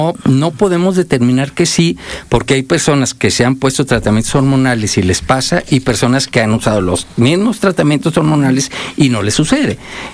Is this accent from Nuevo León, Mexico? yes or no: yes; Nuevo León, Mexico; Nuevo León tiene mucha industria, de donde yo vengo, ahí en México.